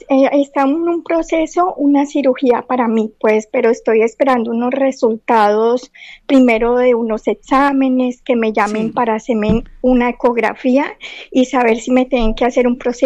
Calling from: Spain; Te hablo desde España.

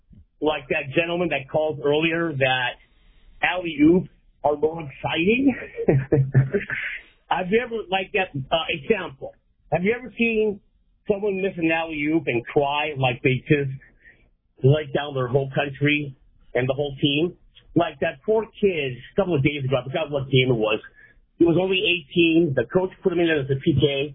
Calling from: Los Angeles, California, United States; since I live in L.A.

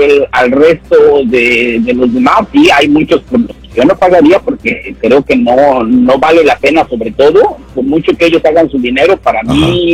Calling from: Indiana, United States; yo soy de acá de Indiana.

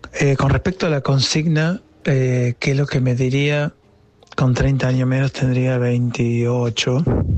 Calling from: Montreal, Quebec, Canada; Desde Montreal.

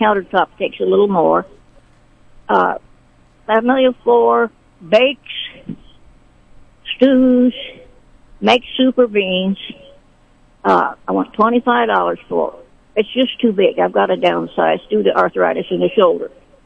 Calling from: Slater, Missouri, United States; Slater, Missouri.

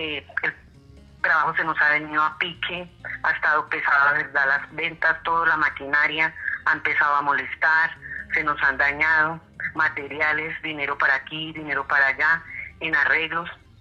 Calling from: Bogotá, Bogotá D.C., Colombia; Profesor, lo estoy llamando acá de Bogotá, de la zona franca.

